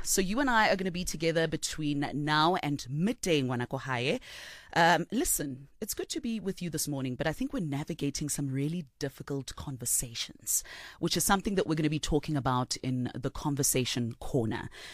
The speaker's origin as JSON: {"language": "English", "country": "South Africa", "said": "our fear just as South African women is palpable and rife at the moment."}